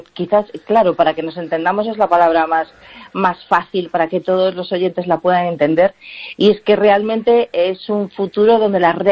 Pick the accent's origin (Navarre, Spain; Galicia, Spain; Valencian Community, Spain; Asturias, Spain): Galicia, Spain; Yo digo, bueno, los que somos muy gallegos, ¿no?